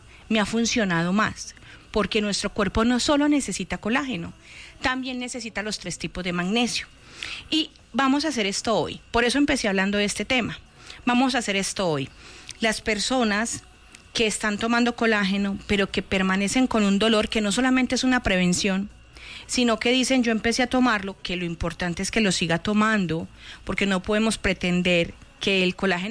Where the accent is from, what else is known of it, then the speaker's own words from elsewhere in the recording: Colombia; Pero no importa, somos colombianos, disfrutemos esta fiesta de fútbol